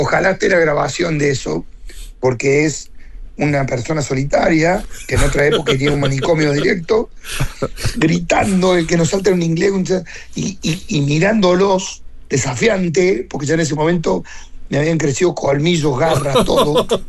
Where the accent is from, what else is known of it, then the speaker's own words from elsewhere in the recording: Córdoba, Argentina; soy de Córdoba.